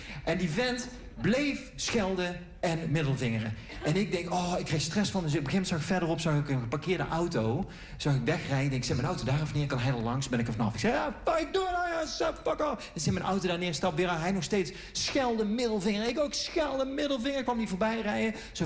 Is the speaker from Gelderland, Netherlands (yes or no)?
no; Eindhoven, North Brabant, Netherlands; Ik kan dat niet, want ik ben opgegroeid in Eindhoven. Daar heb je ruimte zat.